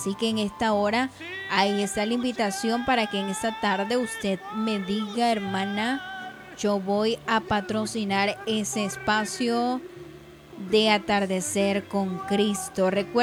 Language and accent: Spanish; El Salvador; somos 100% salvadoreños y también servidores de Cristo.